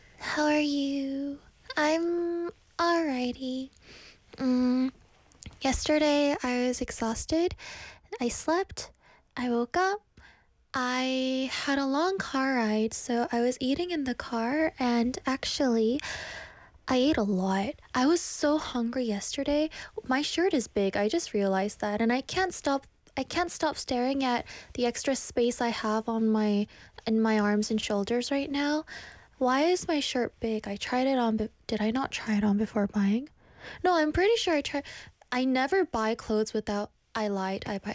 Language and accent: English; Canada; I'm Canadian.